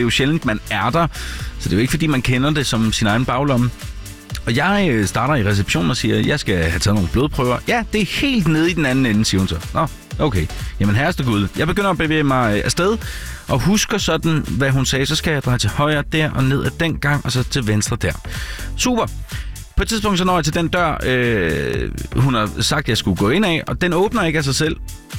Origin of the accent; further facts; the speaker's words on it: Aarhus, Central Denmark Region, Denmark; born there; altså jeg er født i Aarhus, men jeg ved ikke lige.